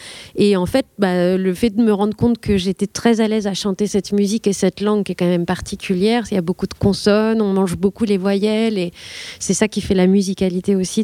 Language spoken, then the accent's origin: French; Normandy, France; je viens de Normandie et quand j'étais ado j'étais allée à la bibliothèque de la ville où j'ai grandi